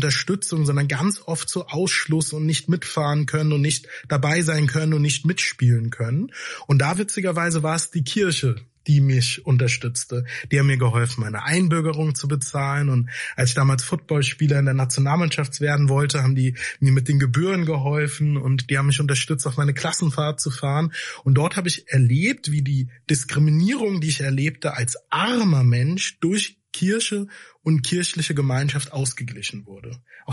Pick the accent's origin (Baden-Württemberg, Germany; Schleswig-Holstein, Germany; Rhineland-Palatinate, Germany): Rhineland-Palatinate, Germany; Mainz; born there; Weil ich bin ja in Mainz geboren.